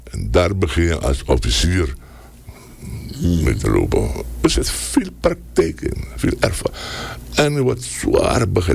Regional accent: Suriname; Ik ben een Surinamer in merg en been, geloof me.

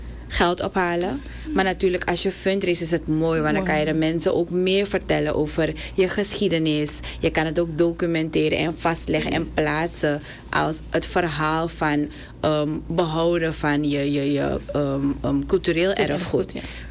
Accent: Suriname; wij als Surinamers

